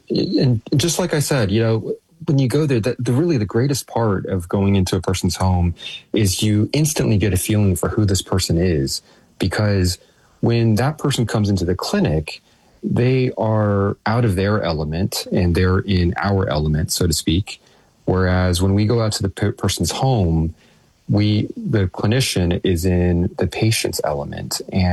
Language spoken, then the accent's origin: English; Texas, United States; I grew up in Texas playing football and in same idea.